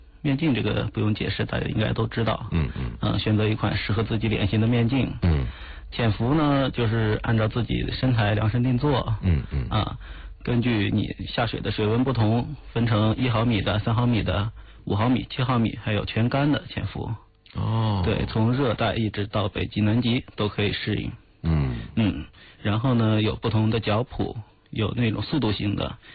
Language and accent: Chinese; Hainan, China; 我来自海南，然后从小是在海边长大的